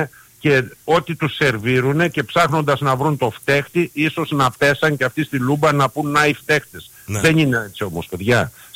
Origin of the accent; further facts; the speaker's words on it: Larissa, Thessaly, Greece; Είμαι Λαρισαίος, γέννημα θρέμα Λαρισαίος.